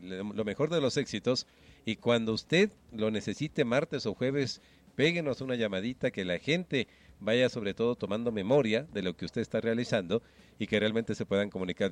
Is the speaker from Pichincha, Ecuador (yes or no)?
yes; Quito, Pichincha, Ecuador; Y hagamos también de nuestro corazón solidario, como somos los quiteños, para ayudar a Evan.